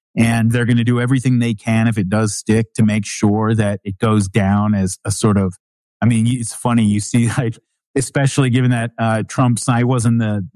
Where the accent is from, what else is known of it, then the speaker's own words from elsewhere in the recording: United States; as an American